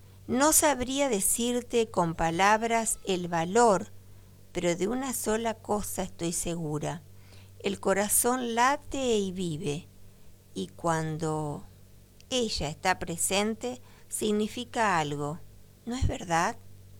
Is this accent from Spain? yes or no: no; Argentina; Somos argentinos aquí